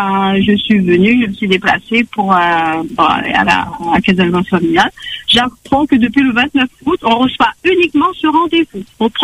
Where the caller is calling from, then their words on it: Saint-Pierre, Réunion; j'habite à Saint-Pierre.